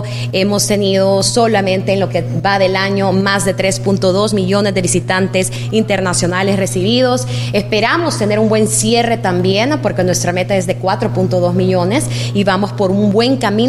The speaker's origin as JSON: {"language": "Spanish", "country": "El Salvador", "said": "ahora pues nosotros como salvadoreños pues somos el anfitrión principal que estará recibiendo diferentes delegaciones."}